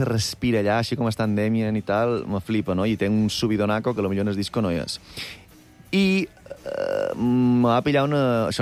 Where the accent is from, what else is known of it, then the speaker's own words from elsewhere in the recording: Balearic Islands, Spain; i jo li vaig dir, jo som mallorquí, eh?